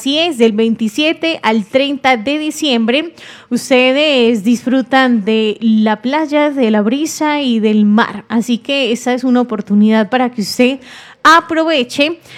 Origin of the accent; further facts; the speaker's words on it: Don Matías, Antioquia, Colombia; yo soy de Don Matías, trabajaba en Don Matías, en una fábrica de confección.